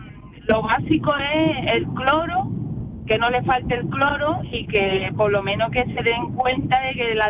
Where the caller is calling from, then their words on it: Dos Hermanas, Andalusia, Spain; Yo soy de Los Hermanas.